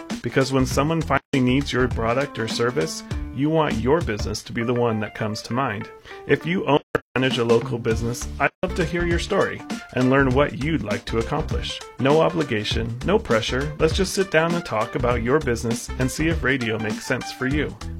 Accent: Grass Valley, California, United States; with KNCO and Star 94.1. I grew up right here in Grass Valley. I raised my family here. This community is home.

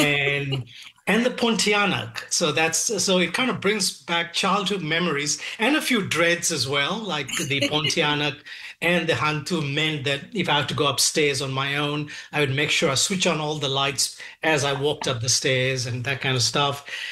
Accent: Malaysia; moved away; also born or lived in Perlis, Malaysia; I grew up in Malaysia and spent part of my life of that time in the rural Perlis, rural province in the north of Malaysia. And it was a very Malay place, a very yes. strong culturally Malay part of the country.

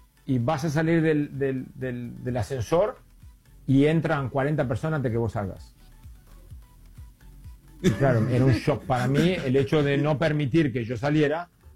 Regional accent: Uruguay; moved away as an adult; now in London, United Kingdom; En el 2004 terminé de jugar y me fui a Uruguay porque quería tener de vivir en mi país. Y después de un año y medio me volví a Londres. Uruguay es un poco lento para mi energía y mi forma de vivir.

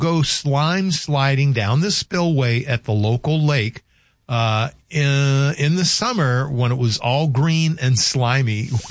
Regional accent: the South, United States; Well, you know, growing up in the South, I think there's two different actual snakes

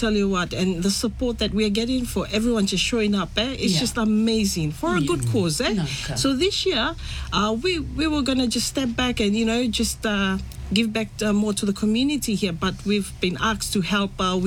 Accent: Savusavu, Northern Division, Fiji; I'm from the Hidden Paradise, the beautiful islands of Savu Savu. Oh, Savu Savu. Yeah, bless you to all my guys that's listening in. I have maternal links to Vanuambalavu

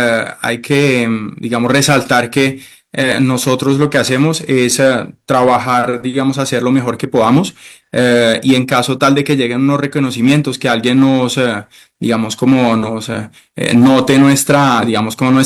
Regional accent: Campobasso, Molise, Italy; now in Colombia; Yo soy de Campobasso, es al sur de Italia, entre a una hora y media de Nápoles y 2 horas de Roma.

